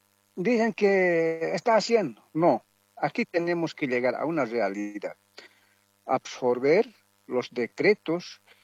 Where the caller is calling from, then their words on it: Caranavi, La Paz, Bolivia; hermano periodista de aquí, de Caranavi, hermano del norte de La Paz.